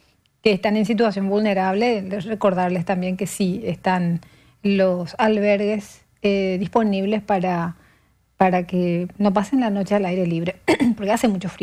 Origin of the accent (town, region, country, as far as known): Paraguay